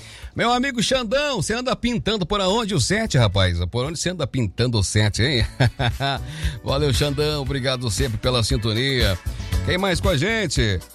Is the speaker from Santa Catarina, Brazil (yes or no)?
yes; Herval do Oeste, Santa Catarina, Brazil; quando era criança aí em Herval do Oeste, eu lembro que nós brincávamos nos trilhos, tínhamos um campinho próximo do rio e também as casas da rede ferroviária